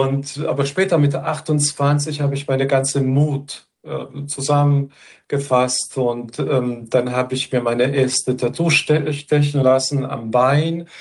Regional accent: Bosnia & Herzegovina; Ich bin, glaube ich, Mestina so mit 5 oder 6 geworden. Und wenn ich mich an Bosnien, an meine Kindheit bis zu mei

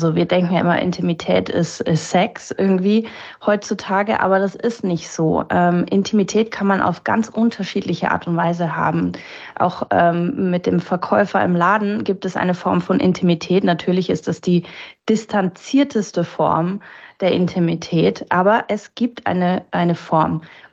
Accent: Germany; als Deutsche.

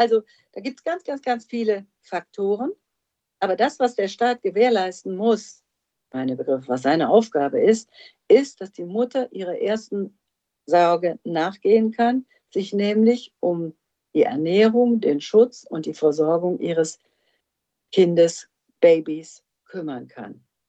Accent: North Rhine-Westphalia, Germany; ich komme aus NRW

